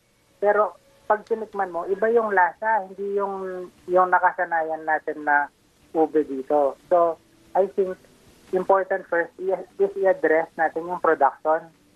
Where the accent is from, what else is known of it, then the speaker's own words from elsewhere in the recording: Central Luzon, Philippines; I can only speak sa area ko. which is I am from Pampanga.